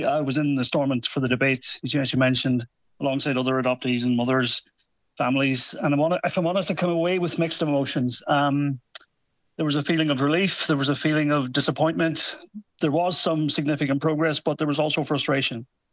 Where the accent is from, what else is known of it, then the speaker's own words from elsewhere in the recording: Northern Ireland, United Kingdom; born there; Because I was born in Northern Ireland, but I was taken and adopted out of, fostered and adopted out of the Republic.